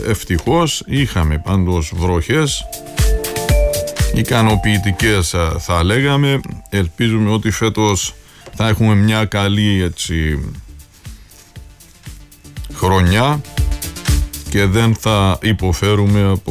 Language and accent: Greek; Agios Epiktitos, Kyrenia District, Cyprus; moved away; είναι και του Αγίου Επιχτήτου που είναι το χωριό μου.